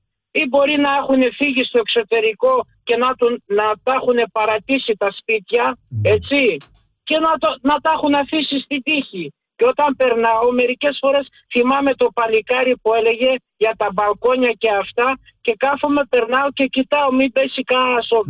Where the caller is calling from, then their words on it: Acharnes, Attica, Greece; από το Μενίδη.